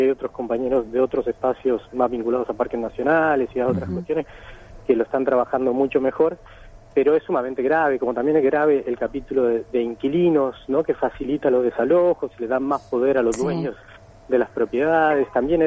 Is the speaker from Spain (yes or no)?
no; Argentina